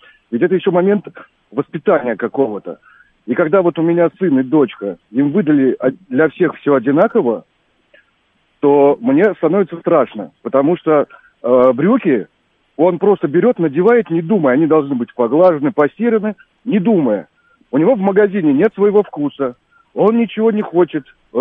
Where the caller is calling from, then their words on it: Moscow, Russia; я из Москвы.